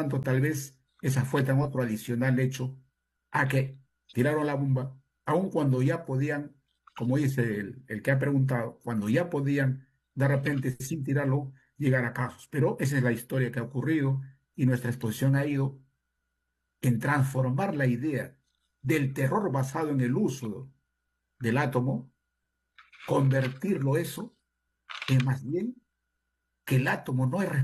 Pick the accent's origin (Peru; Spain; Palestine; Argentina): Peru; Ancash; Ah, mi tierra.